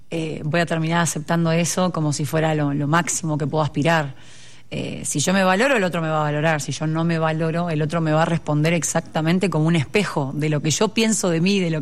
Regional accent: Uruguay; now in Mexico; yo soy de Uruguay.

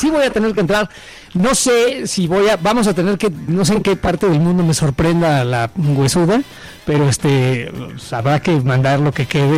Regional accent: Mexico; Porque porque somos mexicanos, güey.

